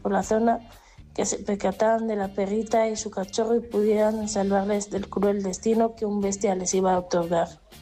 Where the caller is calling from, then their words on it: Region of Murcia, Spain; como murciana me avergüenzan en ocasiones la gente bestia salvaje que vive en mi región.